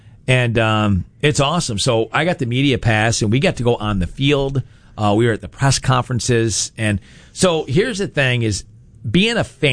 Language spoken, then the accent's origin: English; Rochester, New York, United States; I grew up in the Rochester area.